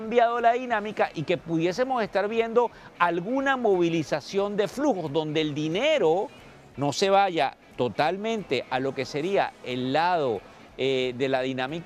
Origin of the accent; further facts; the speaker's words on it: Venezuela; recuérdense que yo soy venezolano